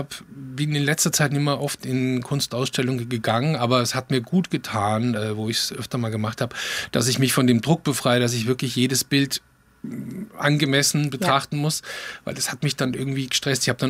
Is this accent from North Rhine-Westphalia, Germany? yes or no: no; Tauber Valley, Baden-Württemberg, Germany; Also ich komme aus dem Taubertal, aus einem kleinen Ort